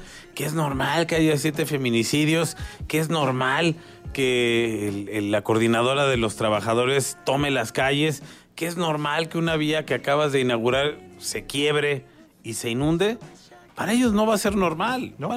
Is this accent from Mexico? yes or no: yes; Mexico; A mí me pesa, como mexicano